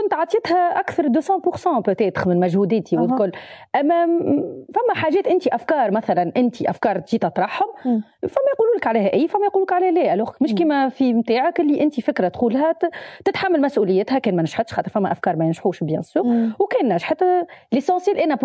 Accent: Sousse, Sousse Governorate, Tunisia; moved away as an adult; also born or lived in Sbeitla, Kasserine / Tunis; وانا من سوسه على باز معناها انا اصلي الاصيل من سبيتلا من القصرين اما معناها عايشه وقريت وكل شيء في سوسه

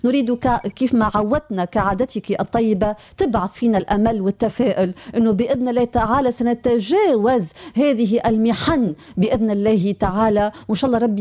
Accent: Tunisia; accent: Tunisian; خلي نقولها بلهجتنا التونسية

